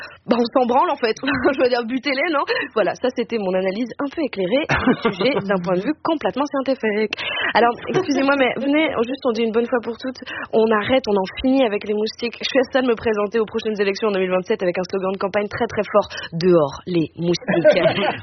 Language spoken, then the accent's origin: French; Réunion, France; parce que moi, j'ai grandi à La Réunion.